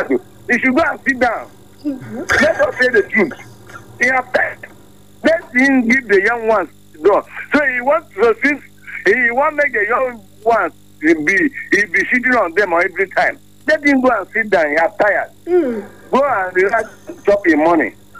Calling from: Makurdi, Benue, Nigeria; from, I'm calling from Wadata.

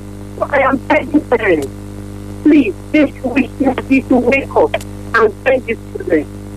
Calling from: High Level, Benue, Nigeria; I'm calling from High Level.

